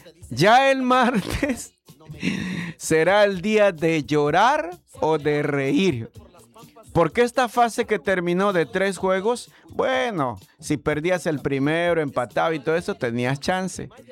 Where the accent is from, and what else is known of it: Mexico